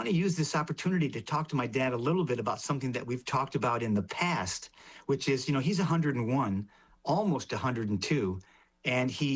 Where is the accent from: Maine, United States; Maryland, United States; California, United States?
California, United States; Los Angeles; When people in North Dakota found out I was from Los Angeles